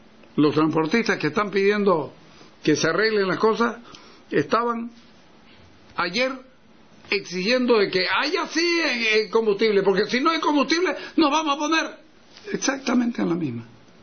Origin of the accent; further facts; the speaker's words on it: Bolivia; entre nosotros como bolivianos